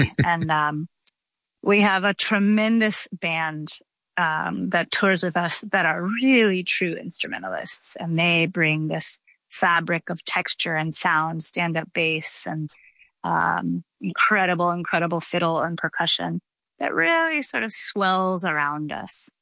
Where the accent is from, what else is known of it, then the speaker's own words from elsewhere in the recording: Georgia, United States; We grew up in Georgia, and our family, our godparents, our neighbors, our community are all very deeply connected to the folk music traditions of Georgia